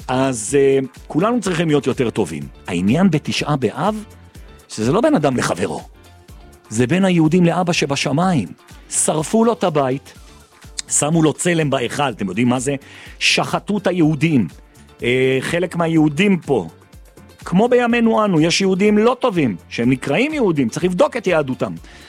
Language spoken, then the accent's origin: Hebrew; Jerusalem, Jerusalem District, Israel; אני לא כזה דתי גדול בשביל להבין מה אני מדבר, אבל אני ירושלמי